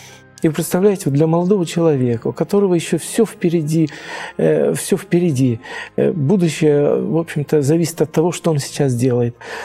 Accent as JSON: {"language": "Russian", "country": "Tajikistan", "tie": "born or raised there", "said": "Я не сказал, что я родился и вырос в Средней Азии, в Таджикистане."}